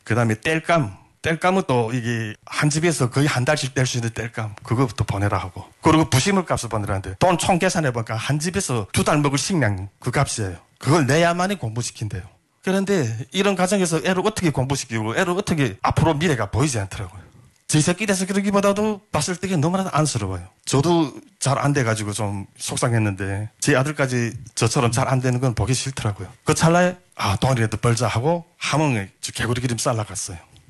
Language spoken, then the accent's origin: Korean; North Korea; now in South Korea; 야 이거 북한에서 태어난 거 왜 이렇게 후회되고